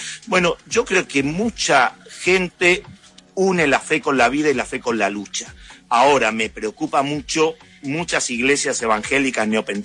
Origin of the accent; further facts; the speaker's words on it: Marbella, Andalusia, Spain; lo agarren en Marbella, mi tierra, por otro lado, donde van los jeques árabes